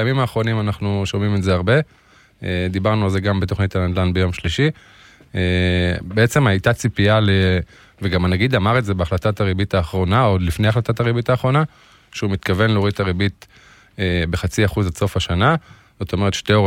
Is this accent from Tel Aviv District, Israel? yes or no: no; Afula, Northern District, Israel; born there; now in Krayot, Israel; אני נולדתי באפולה, היום אני מתגורר בקריות, בצפון כמובן